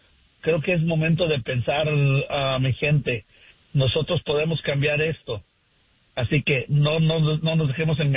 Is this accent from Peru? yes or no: no; Mexico; No sé si muchos de nosotros que somos mexicanos recordamos lo que hacía el PRI